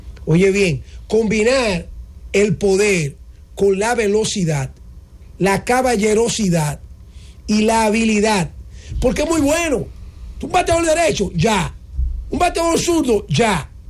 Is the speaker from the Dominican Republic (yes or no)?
yes; Dominican Republic; moved away; Y como dominicano, que viví prácticamente la mitad de mi vida fuera de aquí, fueron muy, muy emotivos esos momentos.